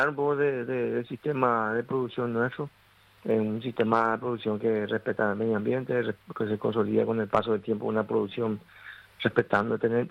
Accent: Paraguay

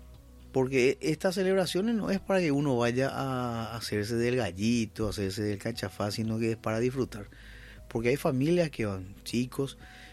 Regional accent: Paraguay

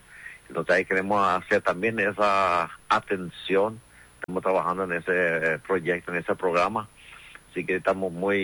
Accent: Paraguay; que mantengamos esa cultura que somos paraguayos idénticos.

